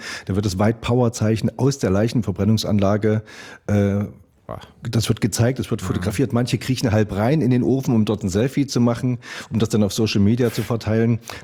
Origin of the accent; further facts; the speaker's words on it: Weimar, Thuringia, Germany; ich bin ja in der DDR dort noch aufgewachsen, auch in der Nähe von Buchenwald in Weimar